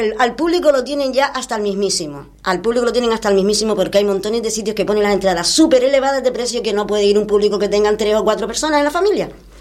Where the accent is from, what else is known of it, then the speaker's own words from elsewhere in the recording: Canary Islands, Spain; Tú sabes que yo soy muy canaria